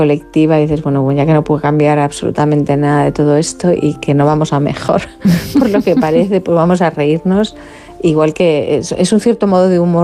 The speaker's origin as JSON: {"language": "Spanish", "region": "Galicia", "country": "Spain", "said": "que yo que soy gallega, bueno, respiramos la ironía como parte del idioma"}